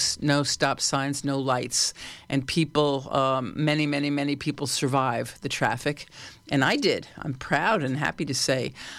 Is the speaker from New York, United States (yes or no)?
yes; New York City, New York, United States; And I come from New York City, and man, that's so organized and feels so safe relative to Nepal and other places I've been.